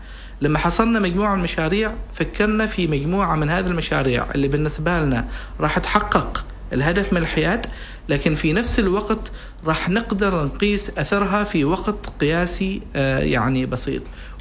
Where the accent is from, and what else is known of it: Oman